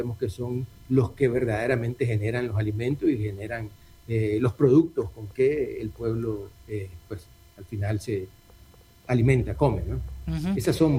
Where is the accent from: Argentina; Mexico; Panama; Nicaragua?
Nicaragua; cuando uno lee los estudios de la tenencia de la tierra en mi país